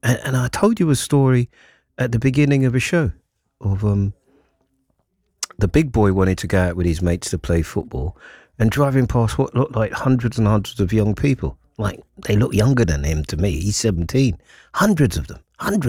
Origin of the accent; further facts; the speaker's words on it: London, United Kingdom; right opposite where I was brought up on the Kingsmead Estate.